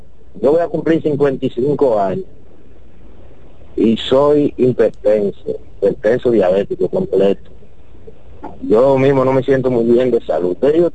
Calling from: Dominican Republic; de Buenos Aires, Herrera

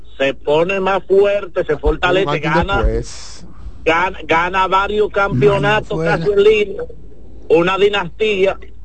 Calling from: Santo Domingo Este, Santo Domingo, Dominican Republic; Eso está pasando también en Santo Domingo Este, porque yo vivo en Santo Domingo Este.

